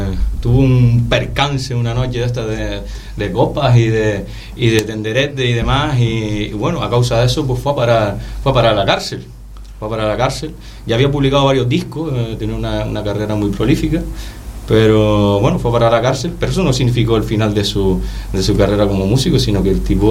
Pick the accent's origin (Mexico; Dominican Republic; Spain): Spain; Las Palmas, Canary Islands; De Las Palmas, vivo en Las Palmas, resido en Las Palmas.